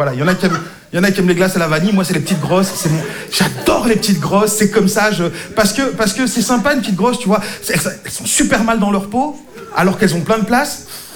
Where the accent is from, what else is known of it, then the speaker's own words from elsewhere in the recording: Belgium; Bonsoir Paris. Alors, je viens de Belgique.